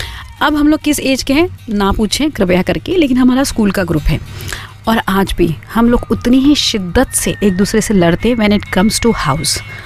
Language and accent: Hindi; Akola, Maharashtra, India; moved away; मैं अकोला से आती हूँ, Akola Maharashtra, it's a small town.